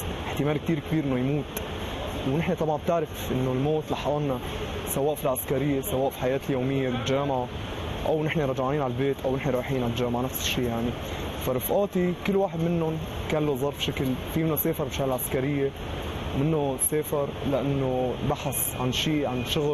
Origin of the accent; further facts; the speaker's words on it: Aleppo, Aleppo Governorate, Syria; من حلب، عمري 21 سنه، بدرس ادب انجليزي سنه ثالثه